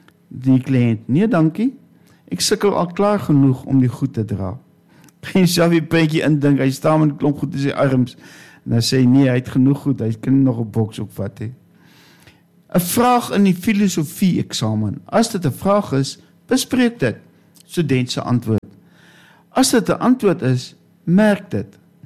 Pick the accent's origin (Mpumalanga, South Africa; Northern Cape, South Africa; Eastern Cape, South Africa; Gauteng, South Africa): Northern Cape, South Africa; accent: Namaqualand Afrikaans; ek ken het dus met my Namakolandse taal